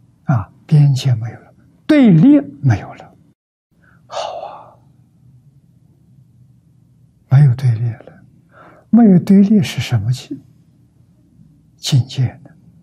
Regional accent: China; 这两种呢，我们中国人叫说一个字，沉见

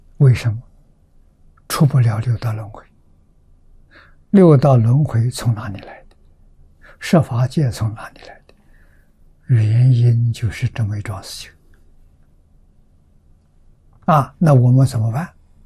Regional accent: China; 我们中国人讲妄心、杂念、妄想

